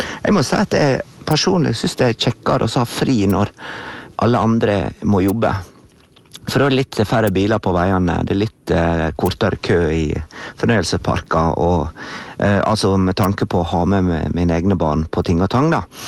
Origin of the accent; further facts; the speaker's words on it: Brandal, Møre og Romsdal, Norway; moved away; jeg vokste opp I Brandal, der jeg telte en gang at det 13 sekunder å gå til sjøen. Det var over veien ned I fjøra, så var jeg ved sjøen.